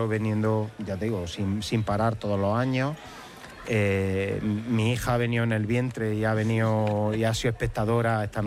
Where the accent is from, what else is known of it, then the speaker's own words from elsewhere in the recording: Villanueva del Arzobispo, Andalusia, Spain; Yo vengo de un pueblo de Jaén, se llama Villanueva del Arzobispo. Está colindando ya casi con Castilla-La Mancha.